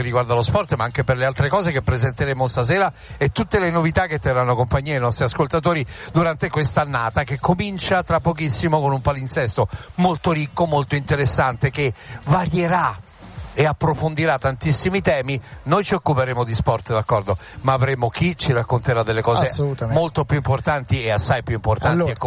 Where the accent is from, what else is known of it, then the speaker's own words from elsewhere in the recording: Calabria, Italy; essendo calabrese